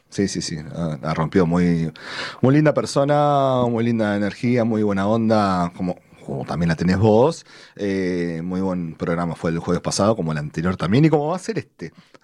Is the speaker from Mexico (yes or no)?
no; Casilda, Santa Fe, Argentina; el sur de la provincia de Santa Fe, más precisamente en mi ciudad natal, Casilda, y a unos 50 kilómetros de Rosario